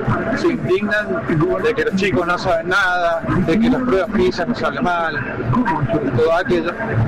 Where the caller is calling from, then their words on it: Córdoba, Argentina; Yo soy de un pueblo del interior de Córdoba.